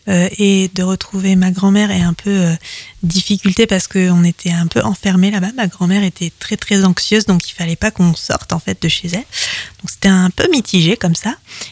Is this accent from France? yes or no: yes; Occitanie, France; j'ai grandi dans le Gard, mais ma grand-mère était à Noirmoutier